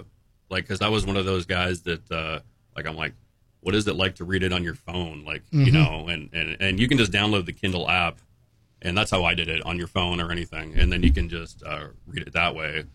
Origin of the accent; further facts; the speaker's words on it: Pacific Northwest, United States; I grew up on the Pacific Northwest, and we lived near the ocean and stuff like that.